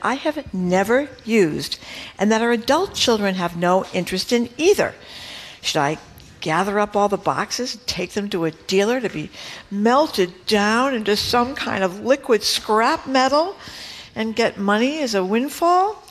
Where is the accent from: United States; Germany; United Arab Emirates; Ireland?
United States; Fall River, Massachusetts; in my house at home when I was growing up in Fall River, one of the things that people took twice was silver.